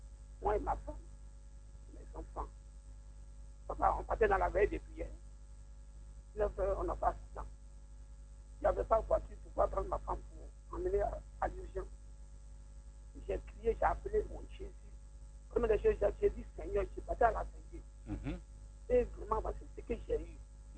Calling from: Dabou, Lagunes, Côte d’Ivoire; Je vous appelle de Petit Bayen.

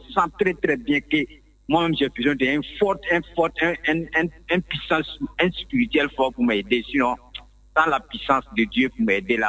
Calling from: Abidjan, Côte d’Ivoire

